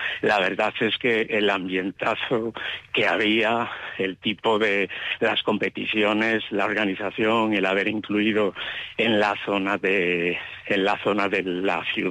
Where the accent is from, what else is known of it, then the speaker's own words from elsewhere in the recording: Pontevedra, Galicia, Spain; now in Madrid, Spain; No, soy de Pontevedra, pero vivo aquí en Madrid.